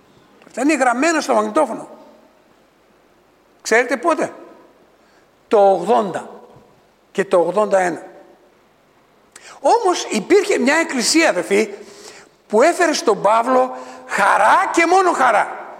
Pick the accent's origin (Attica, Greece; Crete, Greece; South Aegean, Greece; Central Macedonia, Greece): Central Macedonia, Greece; Thessaloniki; moved away; Δεν το λέω επειδή είμαι Θεσσαλονικιός, όχι. Άμα ξύσεις λίγο θα δεις Κρήτη γράφει πάνω.